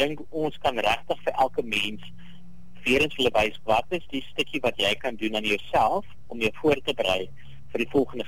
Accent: Oudtshoorn, Western Cape, South Africa; ek het self groot geword in Oudtshoorn

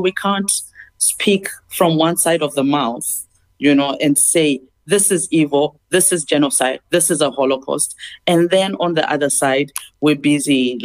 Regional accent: South Africa; when they found out we're South African

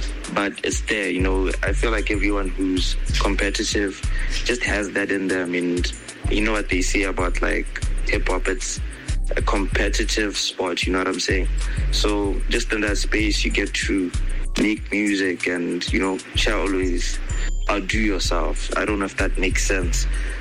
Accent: Botswana; born or raised there

